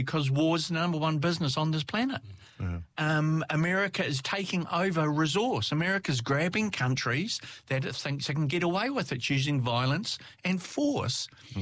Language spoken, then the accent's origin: English; New Zealand; I'm a Kiwi. I want to come home, right?